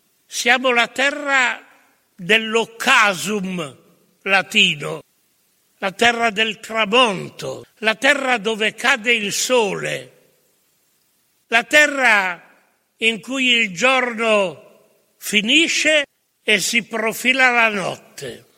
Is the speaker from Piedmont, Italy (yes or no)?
yes; Asti, Piedmont, Italy; moved away; Asti è la mia terra, questo Monferrato che continuo sempre ad amare anche se non lo abito più.